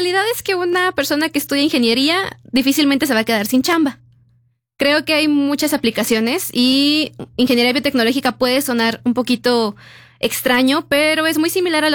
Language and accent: Spanish; León, Guanajuato, Mexico; En León, porque yo soy de León, Guanajuato.